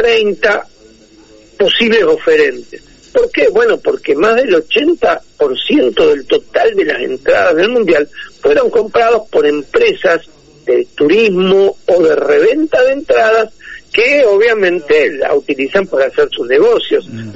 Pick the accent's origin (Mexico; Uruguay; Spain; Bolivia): Uruguay; como diríamos uruguayos, una cosa es una cosa y otra cosa es otra cosa.